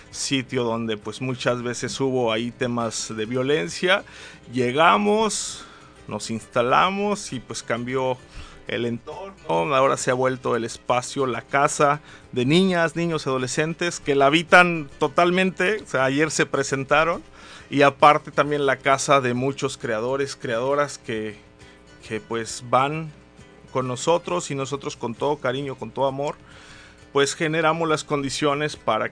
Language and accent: Spanish; Chilpancingo, Guerrero, Mexico; moved away as an adult; also born or lived in Guanajuato; yo soy de Chilpancingo, mi mamá es de Papanoa, la Costa Grande, mi papá es de la Sierra, que emigraron pues de hace muchos años, llevan toda la vida. Ellos llegaron desde muy chicos a Chilpancingo